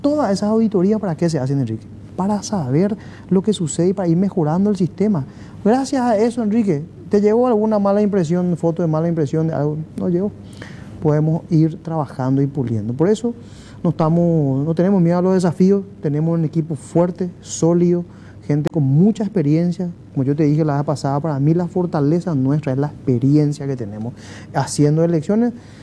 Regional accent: Paraguay

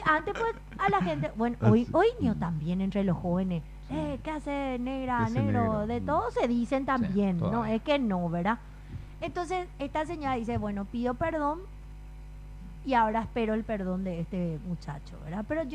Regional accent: Paraguay; nosotros como paraguayos

